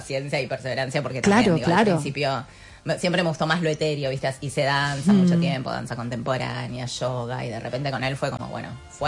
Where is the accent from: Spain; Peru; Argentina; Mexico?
Argentina; Yo soy full argentina, nací acá, me crié acá toda mi vida. Mis papás también nacieron acá. Y mis abuelos son japoneses.